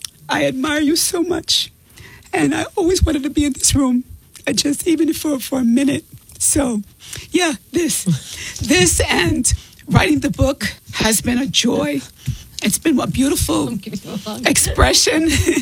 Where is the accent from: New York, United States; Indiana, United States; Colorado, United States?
New York, United States; New York City; I had so much fun growing up in the Bronx.